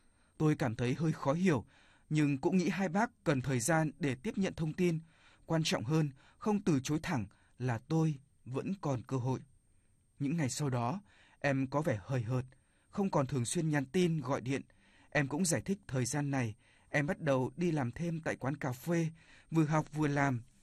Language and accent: Vietnamese; Thanh Hoa, Vietnam; Tôi năm nay 30 tuổi, sinh ra ở miền quê xứ Thanh. Quê tôi có phong cảnh hùng vĩ, cuộc sống ở đó gắn liền với núi rừng, nương rẫy và tiếng suối chảy quanh năm.